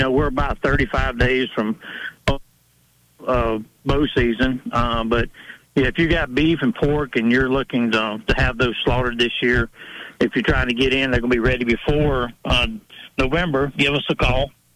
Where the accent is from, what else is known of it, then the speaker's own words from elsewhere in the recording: East Coast, United States; I grew up on the East Coast, so I've had a chance to have it for a lot of years.